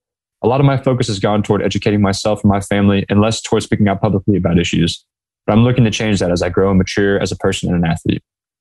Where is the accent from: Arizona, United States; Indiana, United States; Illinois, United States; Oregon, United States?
Indiana, United States; Fort Wayne; creating some JB3 summits in my hometown of Fort Wayne.